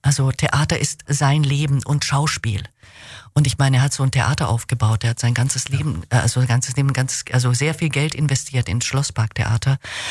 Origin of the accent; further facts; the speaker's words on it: Hungary; first language Hungarian; German is a second language; Es liegt daran, dass meine Muttersprache Ungarisch ist.